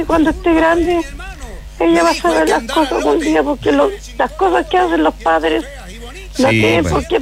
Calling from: Curicó, Maule, Chile; yo soy de acá, de Curicó.

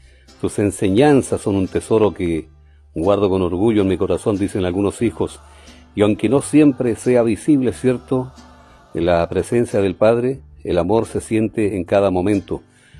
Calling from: Curicó, Maule, Chile; Te llamo desde la ciudad de Curicó

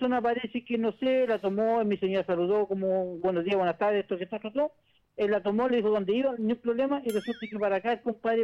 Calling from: San Fernando, O'Higgins, Chile

